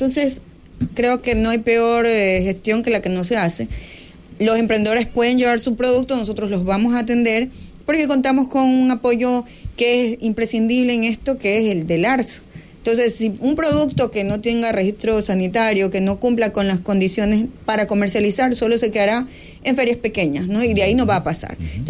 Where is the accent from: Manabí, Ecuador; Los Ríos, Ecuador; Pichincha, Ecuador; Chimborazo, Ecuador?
Manabí, Ecuador; Manta; now in Portoviejo, Ecuador; Yo soy de Manta